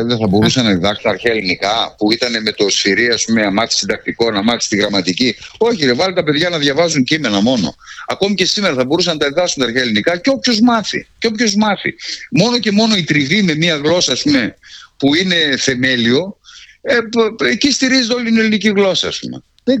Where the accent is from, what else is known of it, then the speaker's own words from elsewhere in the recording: Kozani, Western Macedonia, Greece; βρεθήκαμε, ας πούμε, σε ένα μπαράκι στην πόλη μου, στην Κοζάνη.